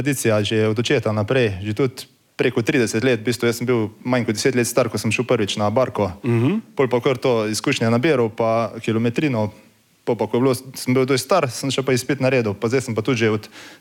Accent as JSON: {"language": "Slovenian", "town": "Slovenj Gradec", "region": "Carinthia", "country": "Slovenia", "accent": "Carinthian", "said": "jaz sem malo drugačen naglas, ko vsi ostali člani. Prihajam iz Slovengradca, okolice."}